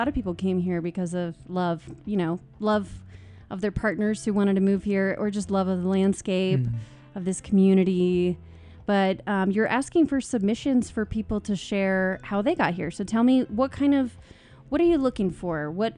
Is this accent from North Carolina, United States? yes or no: yes; North Carolina, United States; moved away as an adult; now in Moab, United States; back when I was 10 years old, I'm from the East Coast, North Carolina